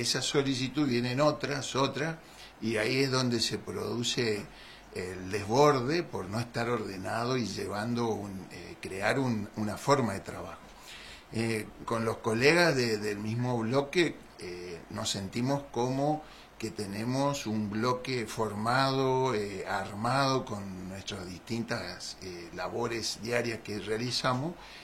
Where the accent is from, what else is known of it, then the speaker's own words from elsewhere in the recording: Sáenz Peña, Chaco, Argentina; born there; also born or lived in Barranqueras; Si yo nací en Cespeña.